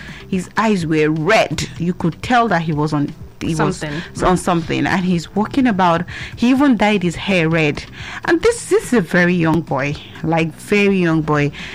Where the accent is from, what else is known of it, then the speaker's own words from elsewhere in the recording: Nigeria; born there; I grew up to know in Nigeria